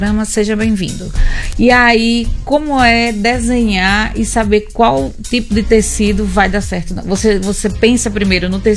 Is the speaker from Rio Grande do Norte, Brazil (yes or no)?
yes; Mossoró, Rio Grande do Norte, Brazil; born there; also born or lived in Paraíba; Eu nasci em Mossoró e fui pra Paraíba.